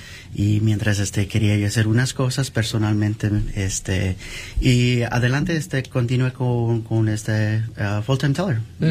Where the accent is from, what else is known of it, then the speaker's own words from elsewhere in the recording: Mexico; Originalmente de México.